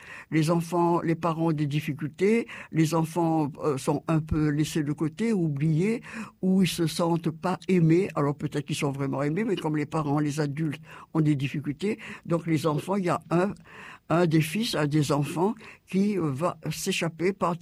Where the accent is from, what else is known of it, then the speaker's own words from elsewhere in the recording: Réunion; chez nous, à La Réunion Campus